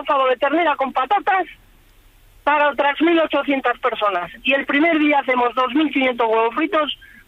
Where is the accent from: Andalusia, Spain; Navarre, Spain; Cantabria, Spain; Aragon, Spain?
Navarre, Spain; Fustiñana; now in Tudela, Spain; Quiero dejar claro que estoy en Tudela, pero soy de Fustiñana.